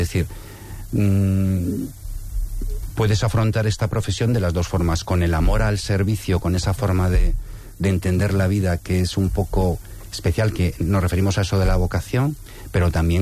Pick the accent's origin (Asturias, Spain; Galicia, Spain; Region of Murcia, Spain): Asturias, Spain; Gijón; also born or lived in Brussels, Belgium; Sí, yo me defino como asturiano de Gijón, ¿vale? Si tengo que recurrir a mi procedencia, pero yo realmente nací en Bruselas.